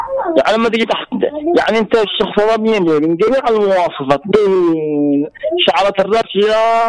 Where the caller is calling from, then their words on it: Yemen; إحنا شعب يمني واحد